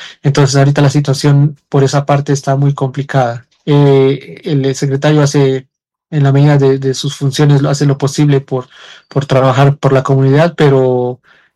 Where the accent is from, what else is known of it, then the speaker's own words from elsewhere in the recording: Bolivia; now in Colombia; yo como boliviano